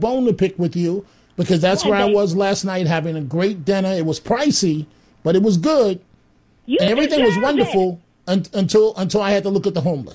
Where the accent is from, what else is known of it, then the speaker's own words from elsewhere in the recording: Bronx, New York, United States; I remember growing up in the Bronx, right? No father, 3 black women.